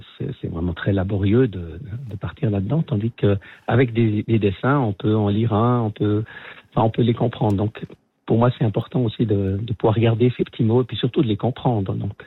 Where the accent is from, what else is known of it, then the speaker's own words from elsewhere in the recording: Vaud, Switzerland; puisque je suis vaudois d'origine